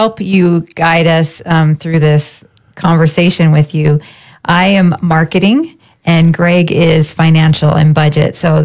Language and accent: English; Pacific Northwest, United States; now in St. David, United States; I am from the Northwest originally